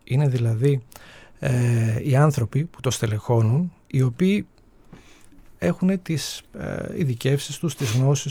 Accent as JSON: {"language": "Greek", "town": "Athens", "region": "Attica", "country": "Greece", "moved": "as an adult", "said": "τότε που ήρθα από την Αθήνα στη Θεσσαλονίκη, έτσι για πρώτη φορά και καταστάθηκα"}